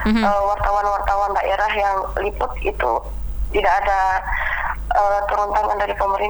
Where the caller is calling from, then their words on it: West Sulawesi, Indonesia; also born or lived in Nunukan; Saya lagi ada di Sulawesi Barat.